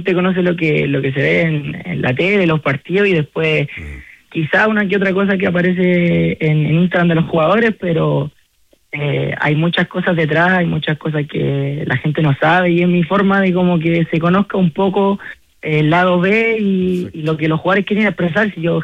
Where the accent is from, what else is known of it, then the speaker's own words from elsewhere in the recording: Chile; Vamos, lo único que somos de Chile